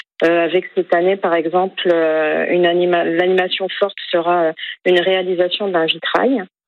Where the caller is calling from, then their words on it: La Bouëxière, Brittany, France; je vous appelle de la Bouixière.